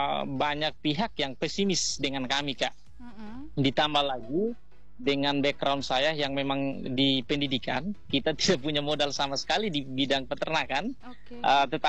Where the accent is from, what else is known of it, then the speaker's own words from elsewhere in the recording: East Nusa Tenggara, Indonesia; Saya berasal dari Desa Leungklot, Kecamatan Weliman, Kabupaten Malaka